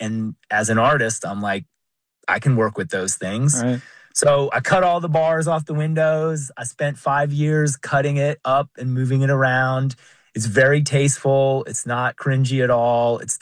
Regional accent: Asheville, North Carolina, United States; now in Marshall, United States; I grew up in Asheville and came to Marshall, and it just captured my heart, and I've made it my home very intentionally.

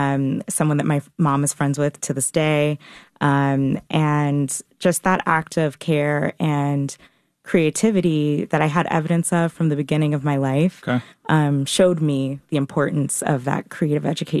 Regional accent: North Carolina, United States; that felt like a real full circle moment because I'm from North Carolina.

